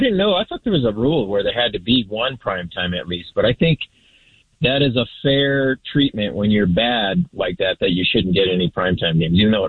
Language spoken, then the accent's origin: English; Santa Clara, California, United States; Santa Clara is my hometown, but I haven't been there since Levi was built